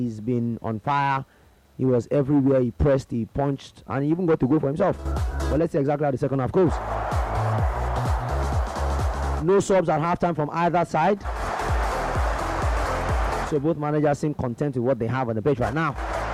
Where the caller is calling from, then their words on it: Ikoyi, Lagos, Nigeria; Good evening, Adam. … from Ikoyi.